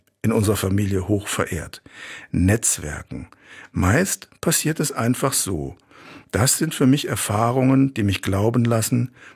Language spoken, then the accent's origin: German; Frankfurt, Hesse, Germany; moved away; ich lebe weit weg von meiner Heimat, von dort, wo ich aufgewachsen bin. Das war im Rhein-Main-Gebiet, in und um Frankfurt.